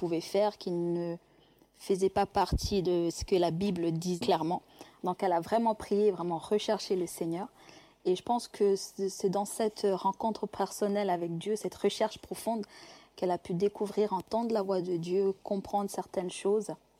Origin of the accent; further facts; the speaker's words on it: Cyangugu, Western Province, Rwanda; born there